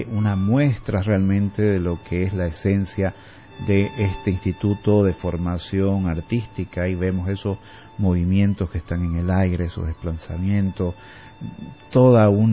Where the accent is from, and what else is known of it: Santa Cruz, Bolivia